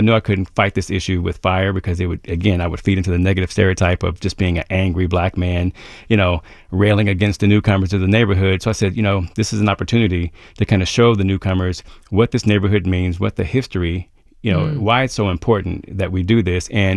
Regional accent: Columbus, Ohio, United States; also born or lived in Virginia / New York City; Coincidentally, I now live on the same street that I grew up on. I'm from Columbus, as you know, and I went to high school in Virginia, college in New York City.

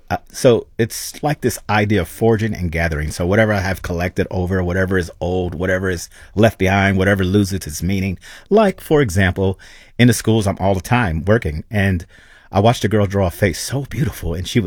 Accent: New Jersey, United States; I'm from New Jersey where we have beaches and boatwork and sand, but I like home and I like watching people tell stories.

